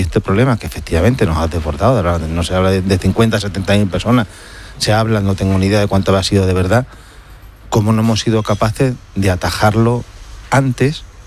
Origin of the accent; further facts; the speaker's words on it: Ceuta, Spain; yo como soy de Ceuta y me siento muy de Ceuta